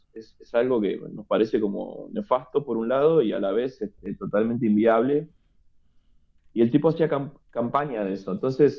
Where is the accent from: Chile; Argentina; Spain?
Argentina; La Matanza, Buenos Aires Province; La Matanza, de donde yo vengo, La Matanza queda en los suburbios de Buenos Aires.